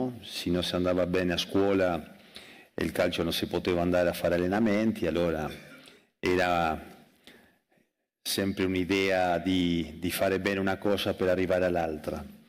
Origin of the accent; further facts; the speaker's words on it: Buenos Aires, Argentina; Italian is a second language; sono cresciuto a Buenos Aires, come lo hai detto tu, a Florida, dove...